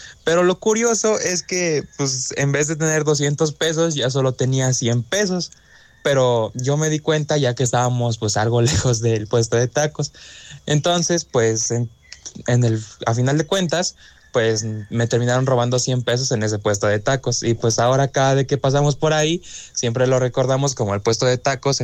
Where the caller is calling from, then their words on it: Beristain, Puebla, Mexico; los escucho desde Beristain.